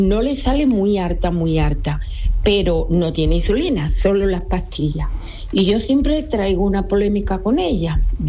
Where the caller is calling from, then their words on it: Dos Hermanas, Andalusia, Spain; de Dos Hermanas.